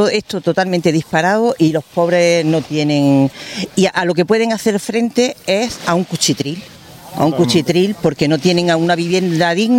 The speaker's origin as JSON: {"language": "Spanish", "town": "Granada", "region": "Andalusia", "country": "Spain", "also_born_or_lived": "Salobreña", "said": "Yo soy de Granada. Sí, bueno, mitad Granada, mitad Salobreña."}